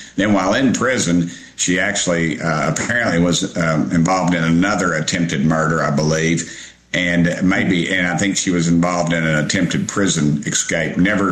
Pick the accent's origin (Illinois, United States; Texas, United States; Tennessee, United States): Tennessee, United States; Knoxville; You know, I grew up in Knoxville